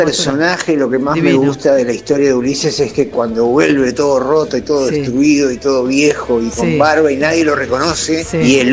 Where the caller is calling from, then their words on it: Quequén, Buenos Aires Province, Argentina; vivo en Quequenia, que hace un frío bárbaro, chavón. … de Quequenia.